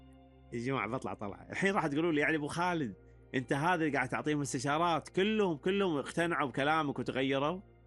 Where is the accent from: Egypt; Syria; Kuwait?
Kuwait